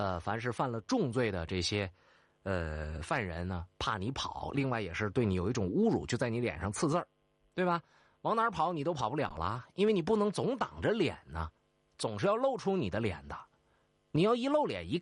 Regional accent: Northeast China, China; accent: Northeastern dialect; 用我们东北话来说

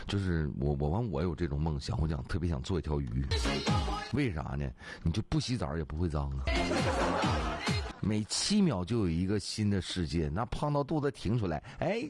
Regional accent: Northeast China, China; 当时我就作为一个东北人

